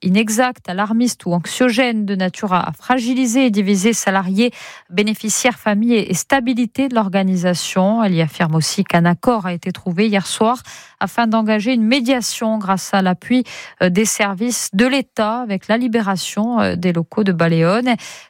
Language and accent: French; Corsica, France; Le 8 mai, jour de commémoration également de la bataille de Ponteno chez nous en Corse, l'occasion d'honorer la mémoire des Corses.